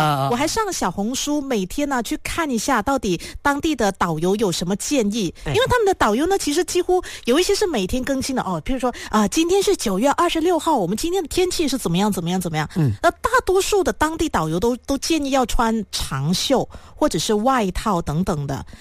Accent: Malaysia; 然后最后发现其实原来中国人会比较怕冷，我们马来西亚人比较怕热。

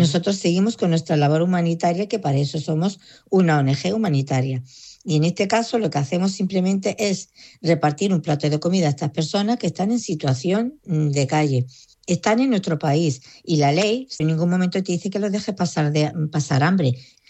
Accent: Ceuta, Spain; Aquí hay que dejar claro que los musulmanes ceutíes somos tan españoles como el que más y somos tan patriotas como el que más.

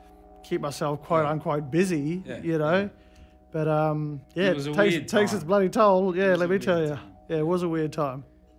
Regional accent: Darwin, Northern Territory, Australia; moved away; also born or lived in Queensland; I grew up off country. I'm from Queensland originally. Grew up in Darwin, and now I'm living here.

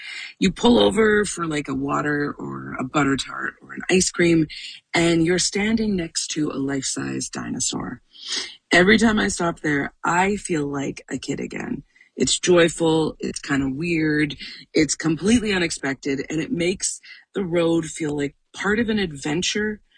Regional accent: Western Canada, Canada; because I'm from Western Canada

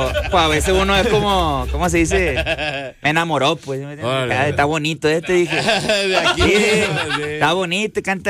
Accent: Costa Rica, Sinaloa, Mexico; Sí, no, pues nosotros somos de Costa Rica, Sinaloa.

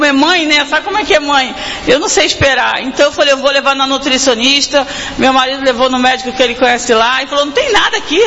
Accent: Rio de Janeiro, Brazil; also born or lived in Manaus; now in Porto Alegre, Brazil; Eu sou do Rio, né?

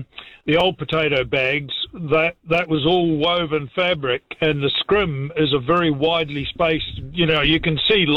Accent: West Coast, New Zealand; I grew up on the West Coast back in the late 40s, early 50s

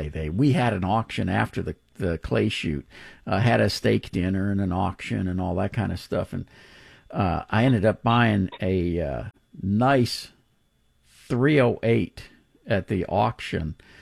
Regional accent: Pasadena, Texas, United States; now in Double Oak, United States; I grew up in Pasadena. I live in Houston or in Dallas now, up in Double Oak, but I go still back and forth virtually every week.

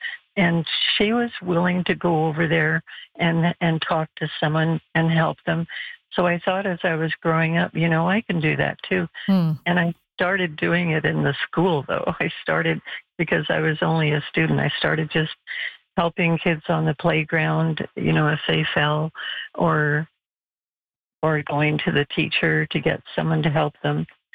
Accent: Montreal, Quebec, Canada; We are from Montreal

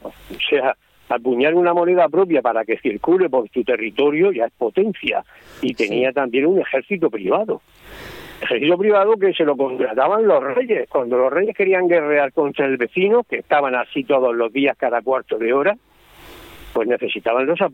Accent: Murcia, Region of Murcia, Spain; y digo, pues yo soy de Murcia, y nadie sabía qué era y qué dónde estaba

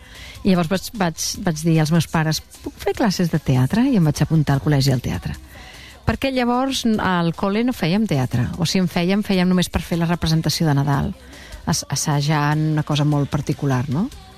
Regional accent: Barcelona, Catalonia, Spain; jo no soc del Passeig Bona Nova, soc de Major

